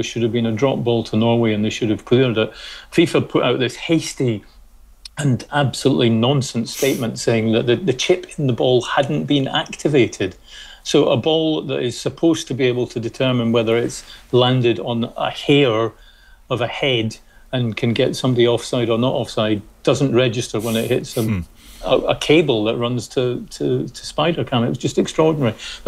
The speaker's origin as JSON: {"language": "English", "region": "Scotland", "country": "United Kingdom", "said": "You know, I'm Scottish"}